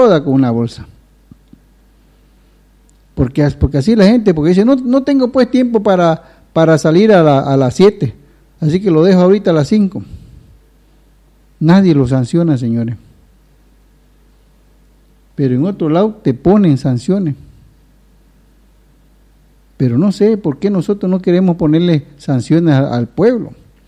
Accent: Beni, Bolivia

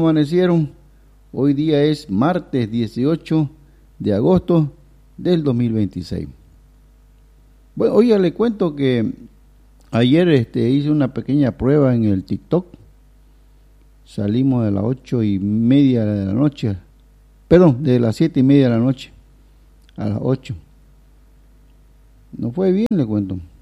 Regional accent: Trinidad, Beni, Bolivia; Si yo me voy a Riberalta y me pregunta de dónde soy, yo le decía trinitario. Po. No le decía veniano, pues trinitario, pues porque vengo de Trinidad. Voy fuera de mi ciudad, pero estoy dentro de mi departamento.

